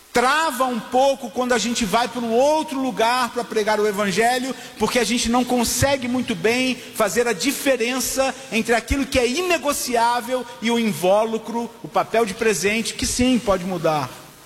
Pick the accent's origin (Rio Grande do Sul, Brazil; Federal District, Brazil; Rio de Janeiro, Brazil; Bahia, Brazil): Rio de Janeiro, Brazil; eu sou do Rio